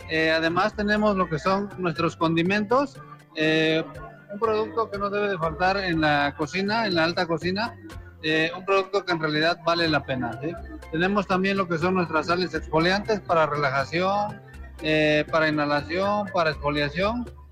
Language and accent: Spanish; Zapotitlán Salinas, Puebla, Mexico; Nosotros somos de Zapotitlán Salinas.